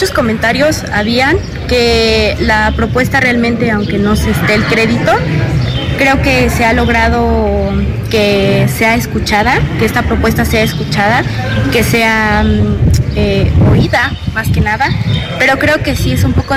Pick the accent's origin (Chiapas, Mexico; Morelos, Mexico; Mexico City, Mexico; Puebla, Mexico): Chiapas, Mexico; San Cristóbal de las Casas; soy de San Cristóbal de las Casas, Chiapas. Estudio en la Facultad, en la Benemérita Universidad Autónoma de Chiapas. Tengo 21 años de edad.